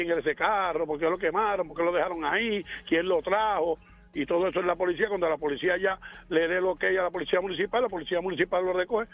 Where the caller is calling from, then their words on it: Fajardo, Puerto Rico